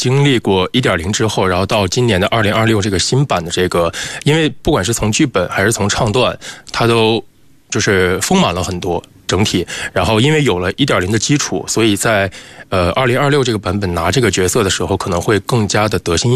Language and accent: Chinese; Northeast China, China; 我老家是东北的。